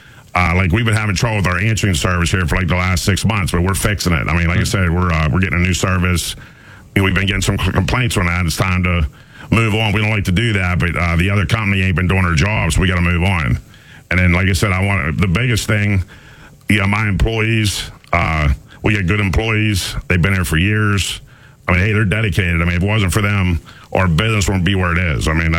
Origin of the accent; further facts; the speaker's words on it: Big Beaver, Pennsylvania, United States; now in North Sewickley, United States; born and raised in Beaver County, you know, Big Beaver, Pennsylvania is where I was, you know, basically born and raised. And then, you know, me and my wife, 1994, so we moved to North Swickley